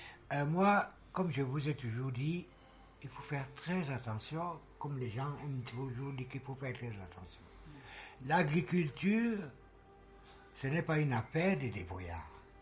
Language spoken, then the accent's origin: French; Yaoundé, Centre, Cameroon; Moi, quand j'étais petit, à Messa, on avait une grande cour derrière.